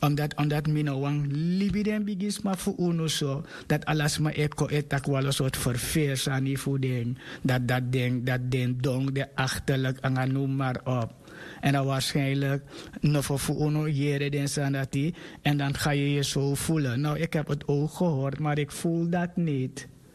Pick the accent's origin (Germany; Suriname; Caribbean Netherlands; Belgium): Suriname; born there